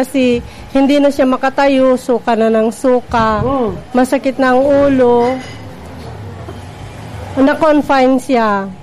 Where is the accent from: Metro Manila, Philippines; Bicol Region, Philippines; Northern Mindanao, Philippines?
Bicol Region, Philippines; Gubat; Payawin, Gubat.